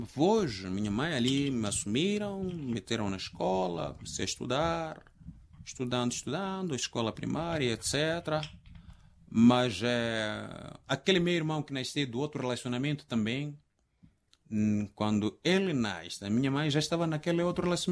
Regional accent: Zambezia, Mozambique; Mas ela tinha se casado numa outra região, numa outra margem do rio, chamado Gurai, onde eu nasci.

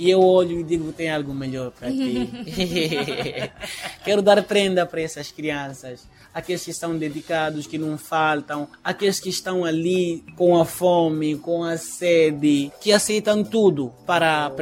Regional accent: Mozambique; Nós todos somos moçambicanos

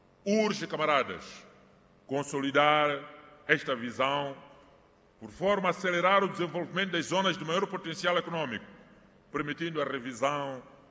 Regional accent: Mozambique; Estes recursos devem beneficiar o povo moçambicano e a todos nós como moçambicanos.

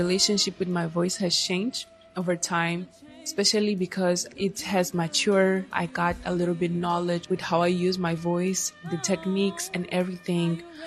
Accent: Mozambique; now in Warsaw, Poland

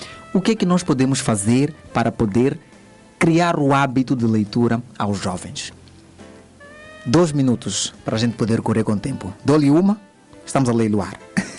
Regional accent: France; also born or lived in Dubai, United Arab Emirates / Abu Dhabi, United Arab Emirates / Portugal; now in Mozambique; Eu nasci em Dubai, a minha infância resume-se na França, fiz ensino primário em Abu Dhabi, o ensino secundário foi em Portugal e recentemente cheguei a Moçambique.

